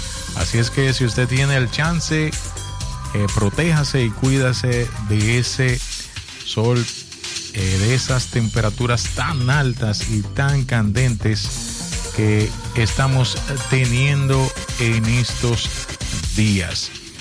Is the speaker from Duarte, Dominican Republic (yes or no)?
no; Higüey, La Altagracia, Dominican Republic; Yo soy de Santana, de Higüey. Ahí donde se hace una longaniza buenísima.